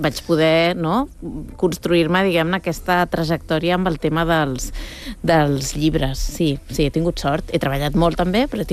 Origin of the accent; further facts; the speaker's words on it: Barcelona, Catalonia, Spain; Jo sóc una enamorada de Barcelona, sóc una enamorada de la meva ciutat